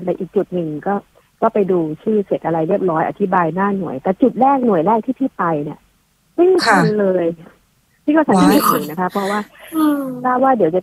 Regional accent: Bangkok, Thailand; เราเป็นคนเมืองอ่ะคนเมืองกรุงนะคะ

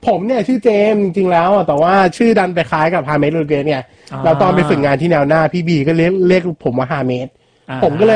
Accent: Min Buri, Bangkok, Thailand; born there; แต่ผมเกิดกรุงเทพนะเกิดที่มินบุรี

